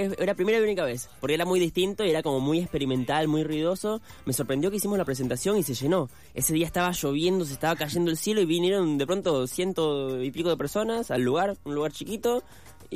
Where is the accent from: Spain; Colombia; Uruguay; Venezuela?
Venezuela; A mí me gusta, a mí en Venezuela, yo vengo de Venezuela, ¿viste?